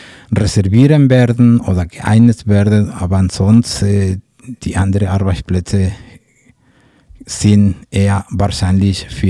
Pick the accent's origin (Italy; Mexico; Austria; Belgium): Mexico; German is a second language; Ich meine, ich bin Mexikaner